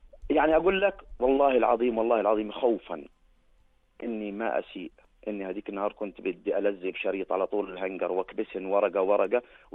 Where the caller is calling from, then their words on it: Jordan; انا كمواطن اردني